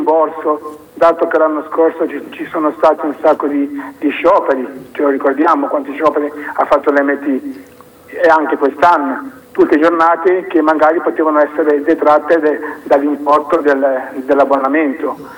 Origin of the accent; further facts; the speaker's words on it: Genoa, Liguria, Italy; Praticamente nessuno, da buon genovese insomma che sono, ma nessuno si è posto la domanda